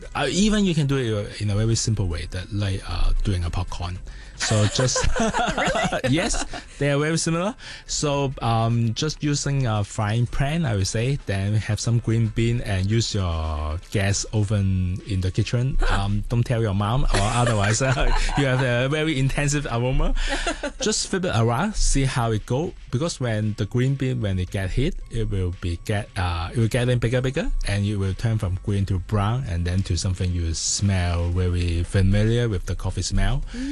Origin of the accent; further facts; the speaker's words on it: Hong Kong; once it's in Hong Kong, mm-hmm. my hometown.